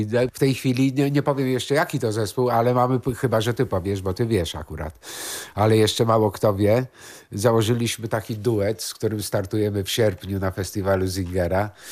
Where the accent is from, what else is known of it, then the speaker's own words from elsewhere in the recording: Police, West Pomeranian Voivodeship, Poland; also born or lived in Zgorzelec; będąc w domu dziecka w Policach, to jest koło Szczecina.